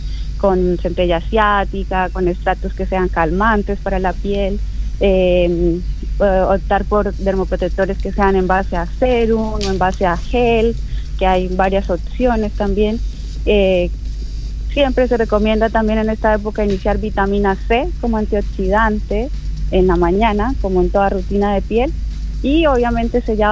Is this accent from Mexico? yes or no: no; Colombia; moved away; yo soy de Colombia.